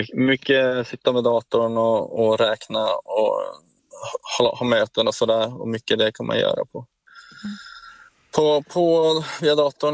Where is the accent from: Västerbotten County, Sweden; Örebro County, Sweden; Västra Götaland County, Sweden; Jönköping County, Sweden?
Västerbotten County, Sweden; Skellefteå; hade en del konserter både hemma i Skellefteå och där då i Uleåborg såklart.